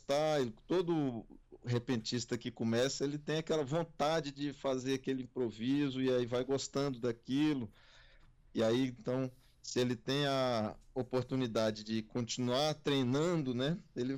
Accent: Brasília, Federal District, Brazil; born there; Eu mesmo já nasci em Brasília

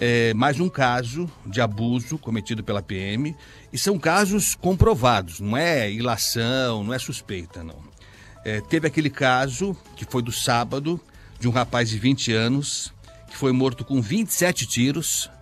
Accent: São Paulo, Brazil; eu estou falando aqui como paulistano

